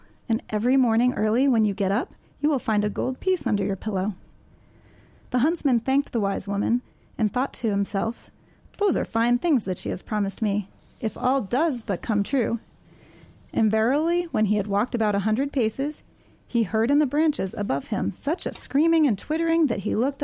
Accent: Hudson, New York, United States; I'm from Hudson

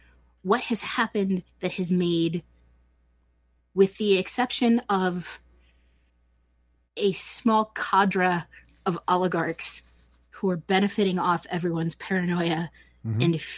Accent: Midwest, United States; I grew up in the Midwest. We had tornado drills because that was a possibility.

